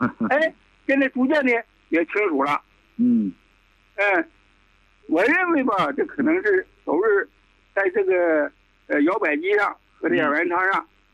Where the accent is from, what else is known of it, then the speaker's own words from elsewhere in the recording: Northeast China, China; accent: Northeastern; also born or lived in Fuyang, Anhui; 我是安徽人，在东北长大的，我安徽阜阳的。